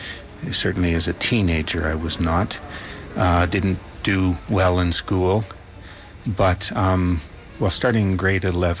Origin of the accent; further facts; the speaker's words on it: Edmonton, Alberta, Canada; born there; also born or lived in Toronto; I went to the University of Alberta in Edmonton, and have lived and traveled elsewhere, but as I said, this is home base.